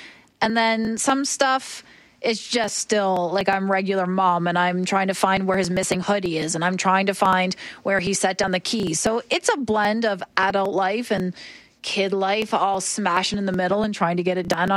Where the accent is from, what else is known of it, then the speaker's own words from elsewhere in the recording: Oshawa, Ontario, Canada; moved away; I grew up in Oshawa, which is outside Toronto.